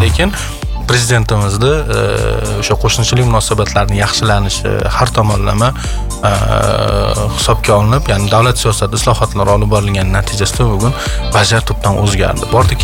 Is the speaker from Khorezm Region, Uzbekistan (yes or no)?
no; Andijan, Andijan Region, Uzbekistan; O'zim Andijondanman.